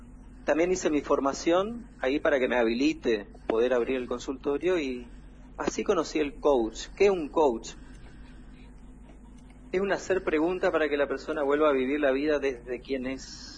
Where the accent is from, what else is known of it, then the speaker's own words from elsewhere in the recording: Paso de los Libres, Corrientes, Argentina; yo me crié desde niño acá en Libres